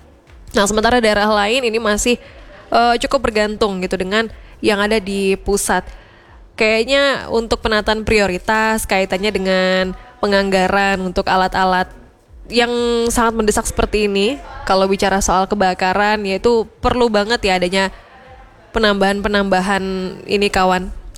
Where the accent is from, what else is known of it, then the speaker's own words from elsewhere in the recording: Kalimantan, Indonesia; moved away as an adult; now in Malang, Indonesia; saya juga asli dari Kalimantan ya